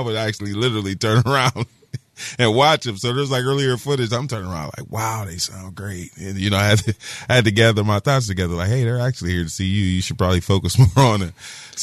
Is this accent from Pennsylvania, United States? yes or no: yes; McKeesport, Pennsylvania, United States; I grew up right here in McKeesport. Early, younger, I was in Harrison Village. Then I moved all the way around. I was in Crawford Village